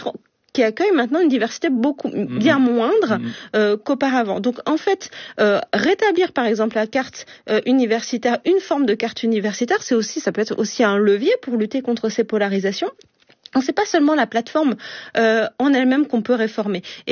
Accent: Saint-Quentin-en-Yvelines, Île-de-France, France; born there; moi je viens de Saint-Quentin-en-Yvelines

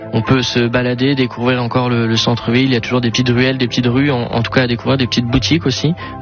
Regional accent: Morlaix, Brittany, France; moved away as an adult; now in Quimper, France; Je viens de Morlaix.

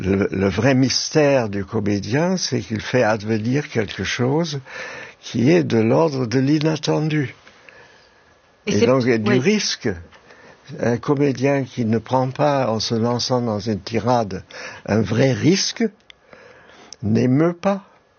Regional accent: Germany; accent: German; French is a second language; moved away; mon petit accent allemand, comme je navigue entre deux langues

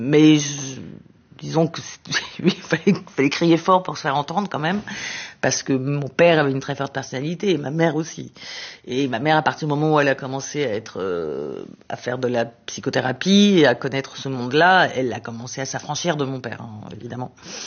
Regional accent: Sarcelles, Île-de-France, France; Et je venais de Sarcelles qui était tout blanc, tout moderne.

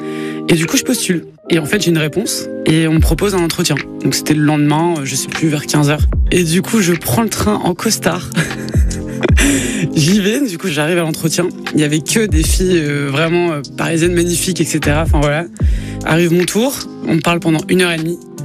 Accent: Lille, Hauts-de-France, France; J'ai dit, bah, je viens de Lille

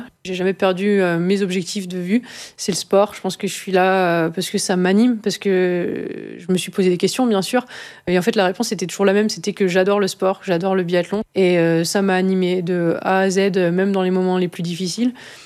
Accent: Les Saisies, Auvergne-Rhône-Alpes, France; je viens d'une station des Saisies qui est une station alpine

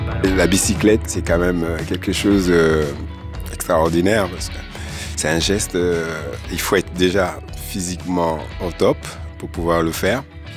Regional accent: France; Donc, il a vérifié, je suis français, je venais de faire mon service, ça tombe bien.

